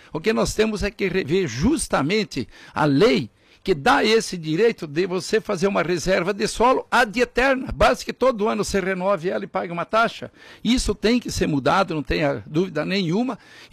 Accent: Rio Grande do Sul, Brazil; born there; now in Mato Grosso, Brazil; nasci numa pequena propriedade no Rio Grande do Sul

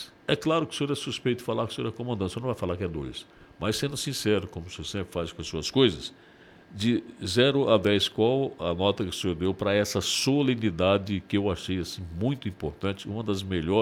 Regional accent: South Region, Brazil; now in Mato Grosso, Brazil; eu sou do sul

